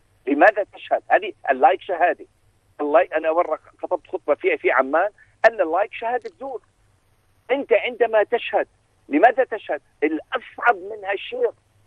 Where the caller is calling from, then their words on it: United Kingdom; شوف سيدي أنا أتحدثك الآن من بريطانيا.